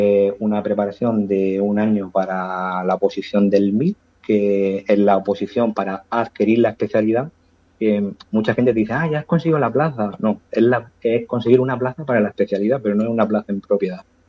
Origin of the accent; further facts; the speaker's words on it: Abarán, Region of Murcia, Spain; now in Vega Baja, Spain; Yo soy murcianico, de un pueblo que se llama Abarán, que desde aquí le mando un saludo a todos mis paisanos. Pero vivo actualmente en la Vega Baja